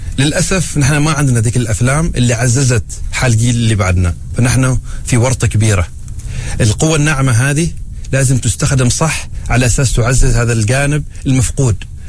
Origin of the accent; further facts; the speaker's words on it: Oman; عندنا في عمان